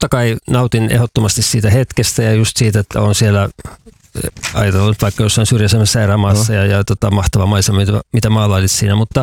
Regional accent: Vantaa, Uusimaa, Finland; now in Kainuu, Finland

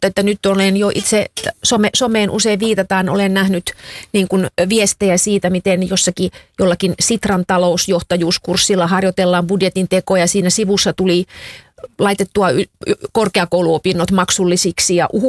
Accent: Kemi, Lapland, Finland; born there; Kemin Lyseon lukio, 6L, kunnon tyttö.

